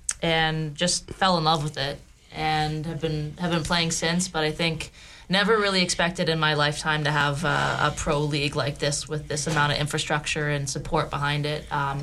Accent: St. Catharines, Ontario, Canada; also born or lived in Oakville; I'm from the Golden Horseshoe, so I was born in Oakville, raised okay. in St. Catharines

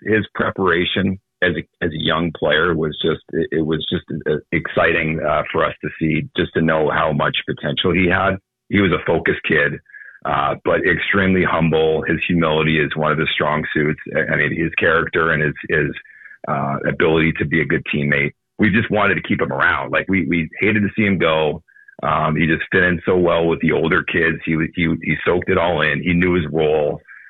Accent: Ontario, Canada; I grew up just near Toronto.

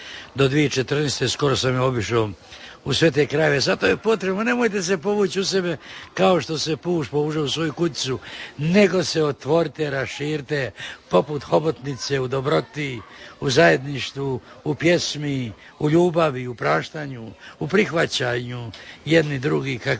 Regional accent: Sisak-Moslavina County, Croatia; smo mi na Banovini, znači to je područje Siska, Petrinje, Gline, Gvozda, Topuskoga, Sirotinski

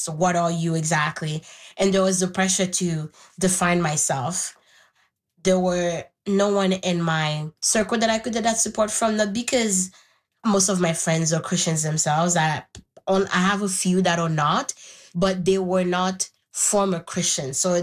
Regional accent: Haiti; first language Haitian Creole; English is a second language; moved away; I grew up in Haiti. My first language is Haitian Creole.

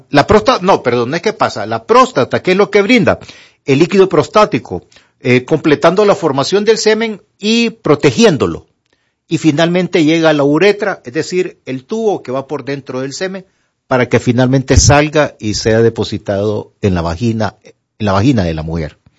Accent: Honduras; la tormenta que pasamos nosotros como hondureños.

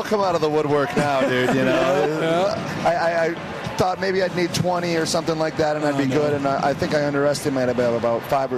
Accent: Minneapolis, Minnesota, United States; now I get my title shot in my hometown where I grew up.

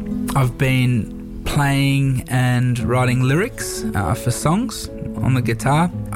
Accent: Tennant Creek, Northern Territory, Australia; born there; now in Alice Springs, Australia; I was born in Tennant Creek in the Northern Territory of Australia. I now live in Alice Springs

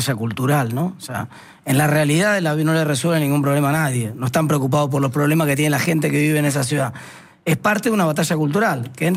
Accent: La Plata, Buenos Aires Province, Argentina; yo que soy de La Plata

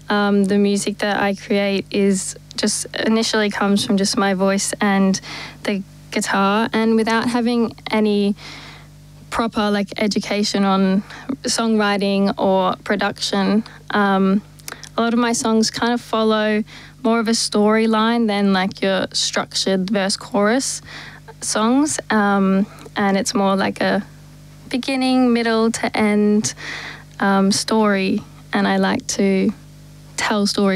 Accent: Melbourne, Victoria, Australia; moved away as an adult; also born or lived in England; I'm from Melbourne, near Chadstone.

